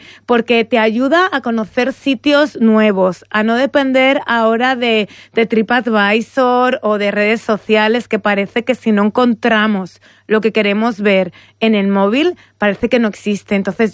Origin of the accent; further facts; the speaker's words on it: Castilla-La Mancha, Spain; los que somos así de La Mancha y de zonas cálidas, cada vez nos gusta más, coolcation